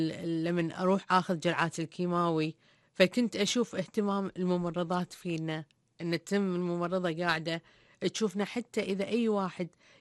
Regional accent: Kuwait

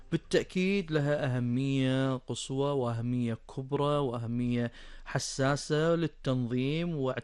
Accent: Kuwait

